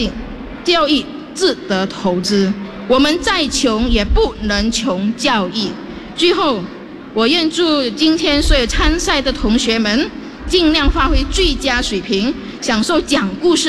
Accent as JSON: {"language": "Chinese", "region": "Sarawak", "country": "Malaysia", "said": "称为马来西亚沙劳越的子民，我们都会说超过三种语言"}